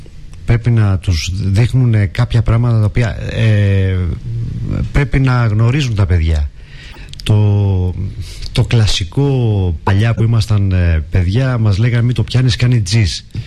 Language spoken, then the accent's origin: Greek; Serres, Central Macedonia, Greece; moved away; φύγαμε από την Αθήνα, ήρθαμε στον τόπο μου στις Σέρες